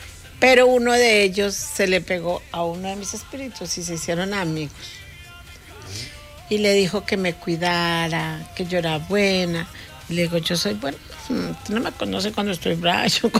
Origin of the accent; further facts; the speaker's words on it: Colombia; Así se habla en Colombia.